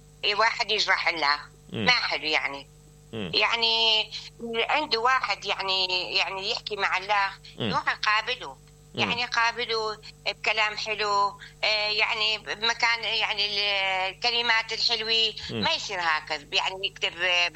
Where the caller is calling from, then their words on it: Mosul, Nineveh, Iraq; هاي موصلين احنا من اهل الموصل.